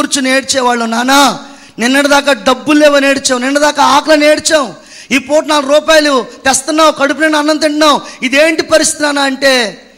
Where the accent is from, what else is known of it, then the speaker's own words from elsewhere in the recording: Andhra Pradesh, India; మా ఊరు రావాలంటే లంకల కోడేరు సెంటర్లోంచి లోపలికి రావాలండి.